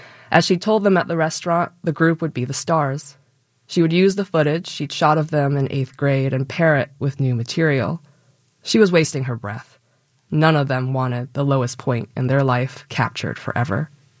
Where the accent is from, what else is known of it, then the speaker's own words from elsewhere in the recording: North Potomac, Maryland, United States; I had really idyllic childhood growing up in North Potomac